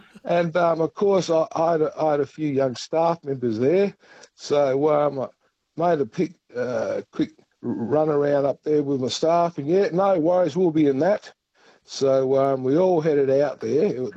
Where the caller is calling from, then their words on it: Perth, Western Australia, Australia; From Perth, yeah.